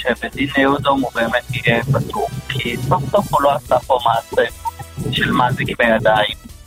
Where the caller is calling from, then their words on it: Modi'in Illit, Judea and Samaria, Israel; אני ממודיעין עילית.